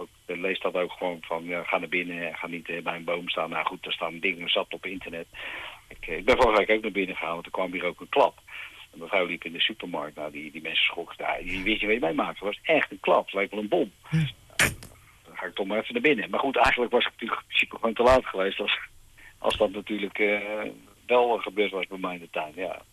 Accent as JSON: {"language": "Dutch", "area": "Westland", "region": "South Holland", "country": "Netherlands", "said": "Ik kom uit Westland"}